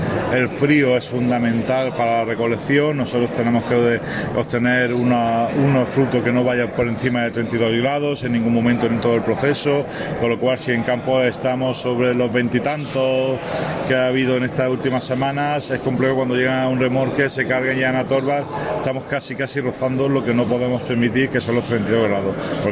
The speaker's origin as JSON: {"language": "Spanish", "region": "Andalusia", "country": "Spain", "said": "conozcáis nuestra provincia. Nuestra provincia es un mar de aceite, es un mar de olivos y además tiene ciudades patrimonio de la humanidad como Úbeda y Baeza. Tenemos una catedral en Jaén que es una maravilla"}